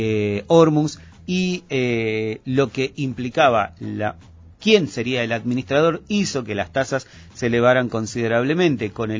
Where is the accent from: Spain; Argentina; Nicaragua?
Argentina